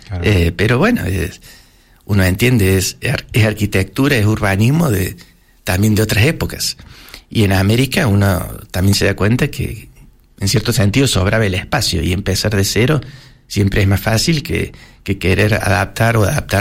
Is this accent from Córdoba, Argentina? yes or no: yes; Córdoba, Argentina; No somos tan diferentes los argentinos de los españoles o los cordobeses de los medinenses.